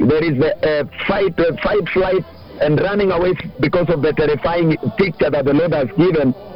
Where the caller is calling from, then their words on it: Aragua, Murang'a County, Kenya; I'm calling from Aragua in Muranga this afternoon